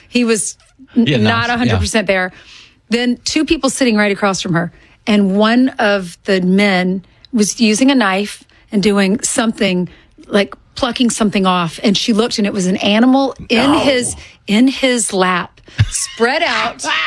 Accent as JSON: {"language": "English", "region": "South Carolina", "country": "United States", "tie": "born or raised there", "lives_now": "New York, United States", "said": "I grew up in South Carolina, wanted to be in New York so badly."}